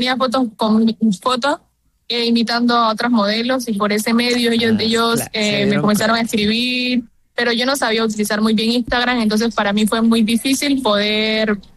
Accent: Colombia; Entonces es algo que siento que nos, como colombianos, nos representa mucho

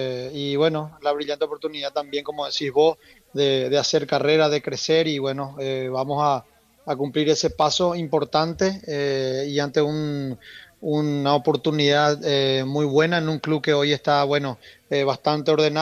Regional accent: Paraguay

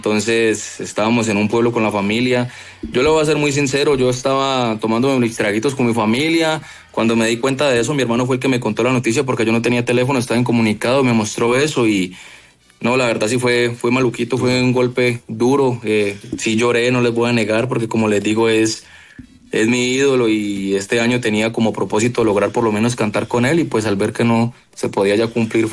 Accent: Popayán, Cauca, Colombia; No, yo soy de Popayán, pero entonces estoy queriendo abrir puertas en Bogotá

